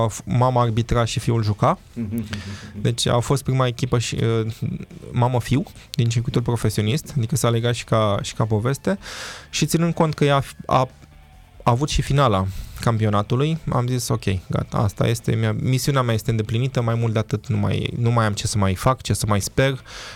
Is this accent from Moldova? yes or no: no; Romania; suntem români